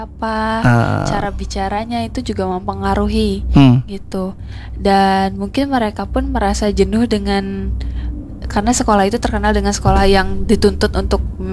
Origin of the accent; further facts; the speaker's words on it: Purwakarta, West Java, Indonesia; born there; di tempat aku lahir di Kabupaten Purwakarta